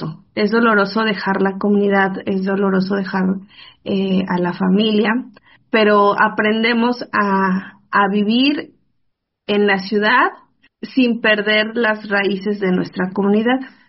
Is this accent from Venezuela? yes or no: no; San Miguel Sinacapan, Mexico; Soy originaria de San Miguel, Sinacapan.